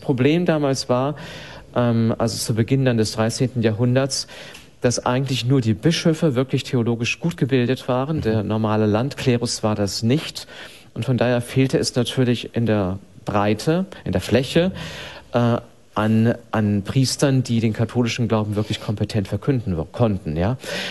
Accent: Bremen, Germany; ich bin in einem katholischen Elternhaus aufgewachsen. Ich bin in Bremen aufgewachsen und zwar, das ist ja bekanntermaßen eher protestantisch beziehungsweise jetzt höchst säkular geprägt heutzutage.

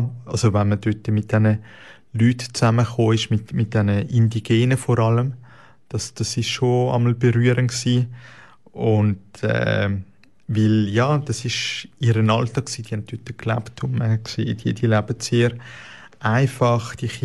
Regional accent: Switzerland; wo eigentlich wie bei uns in der Schweiz nicht gross unterscheidet, wo sehr ähnlich ist

